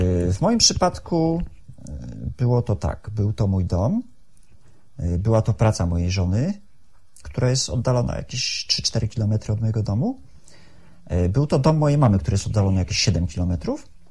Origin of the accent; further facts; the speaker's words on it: Szczecin, West Pomeranian Voivodeship, Poland; od urodzenia mieszkam na ulicy Santockiej na osiedlu Kaliny.